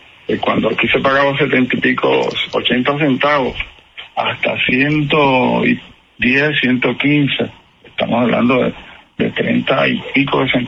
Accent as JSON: {"language": "Spanish", "country": "Puerto Rico"}